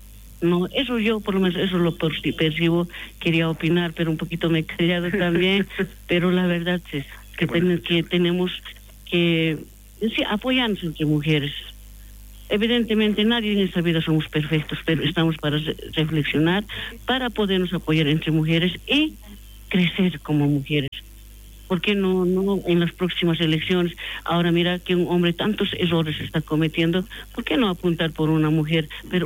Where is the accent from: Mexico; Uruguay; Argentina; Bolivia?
Bolivia; also born or lived in Brazil